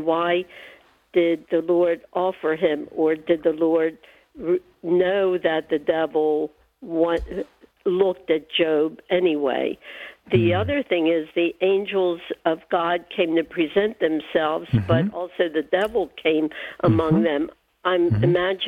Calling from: Baltimore, Maryland, United States; Well, I'm from the Annunciation Cathedral in Baltimore, Maryland.

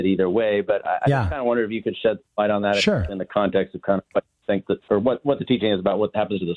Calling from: Charleston, West Virginia, United States; Charleston, West Virginia.

